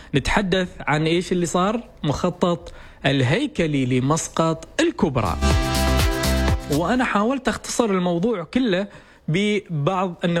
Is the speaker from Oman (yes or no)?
yes; Oman; وأيضا تنفع بلدنا عمان